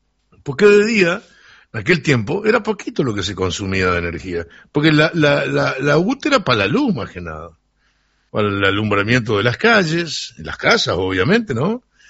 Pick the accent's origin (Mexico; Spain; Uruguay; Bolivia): Uruguay; Sarandí del Yi, Durazno; born there; moved away; Hablo de Sarandí de allí, ¿no? Y se sentía, porque además se oía de mucho. Yo, de mi casa paterna de la UTE, está unas cuantas cuadras.